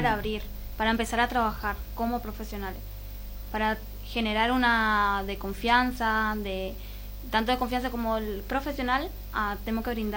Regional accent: Oberá, Misiones, Argentina; yo soy de acá de Oberá.

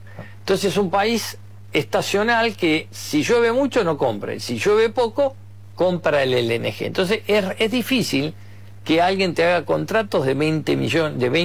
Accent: La Plata, Buenos Aires Province, Argentina; yo soy platense

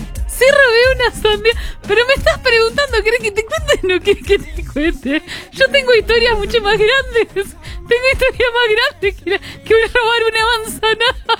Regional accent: La Paz, Canelones, Uruguay; born there; vivíamos en La Paz, Canelones

